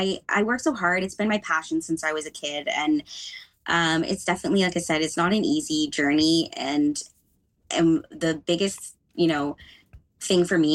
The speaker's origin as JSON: {"language": "English", "country": "Canada", "said": "And I feel really proud as a Canadian too."}